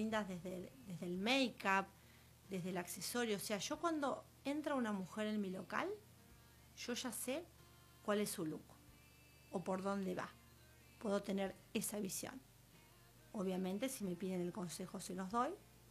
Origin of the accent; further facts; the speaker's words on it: Argentina; now in Tandil, Argentina; Somos argentinas.